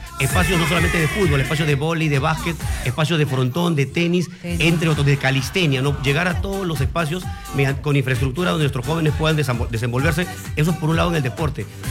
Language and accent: Spanish; Lima, Peru; Soy de Lima, pero tengo padre, sangre apurimeña, ¿no? Mi familia es de Apurímac. Y toda mi crianza, bueno, desde pequeño siempre he estado pues yendo a mis raíces, ¿no? Yendo a Apurímac